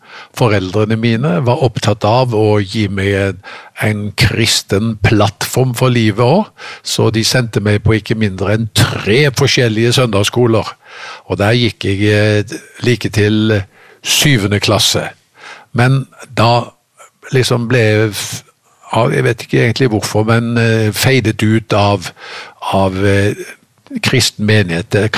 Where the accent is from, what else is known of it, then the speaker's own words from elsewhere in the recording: Haugesund, Rogaland, Norway; jeg kommer jo da fra Haugesund opprinnelig, selv om dialekten er litt avslept med årene, for jeg har bodd mange steder, så er det Haugesund som er fødebyen.